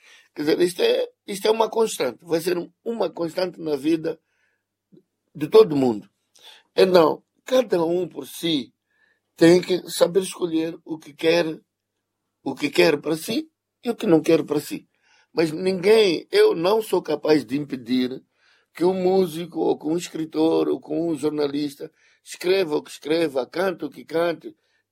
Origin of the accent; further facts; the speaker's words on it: Mozambique; É por isso que somos moçambicanos.